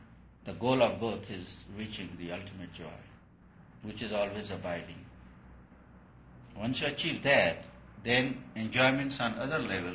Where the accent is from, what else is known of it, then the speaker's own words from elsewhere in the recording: India; In India we would say prayer, request for.